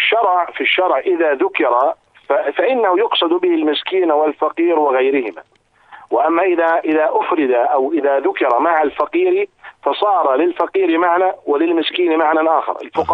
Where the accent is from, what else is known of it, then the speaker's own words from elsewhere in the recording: Jordan; عندنا في الأردن